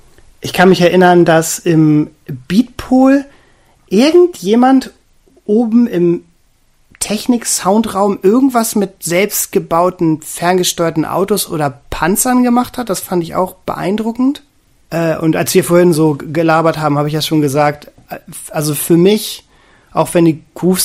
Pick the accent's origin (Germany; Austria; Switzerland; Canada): Germany; Northern Germany; Wir sind aus Norddeutschland.